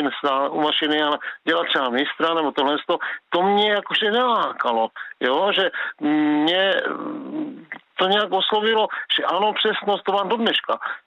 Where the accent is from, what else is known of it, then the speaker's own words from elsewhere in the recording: Uherské Hradiště, Zlín Region, Czechia; já jsem z Uherského Hradiště.